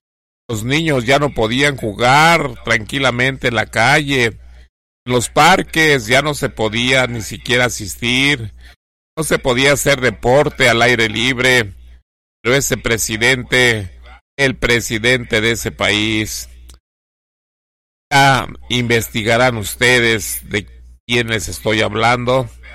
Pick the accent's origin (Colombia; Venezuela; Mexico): Mexico; porque México, somos mexicanos